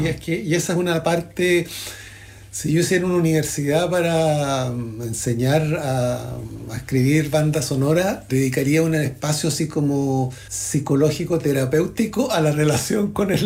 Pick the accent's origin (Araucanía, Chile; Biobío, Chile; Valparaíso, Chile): Biobío, Chile; Concepción; born there; Nací en Concepción, sí.